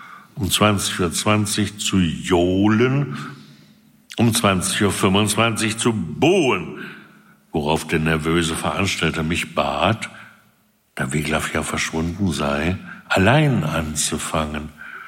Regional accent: Lower Saxony, Germany; ich bin in Südniedersachsen aufgewachsen

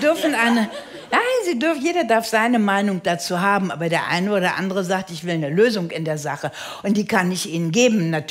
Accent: Rhineland, Germany; Ja, ich bin aus dem Rheinland.

